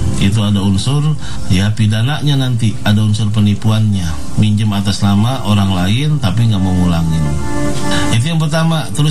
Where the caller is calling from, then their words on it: Bekasi, West Java, Indonesia; Saya dari Bekasi.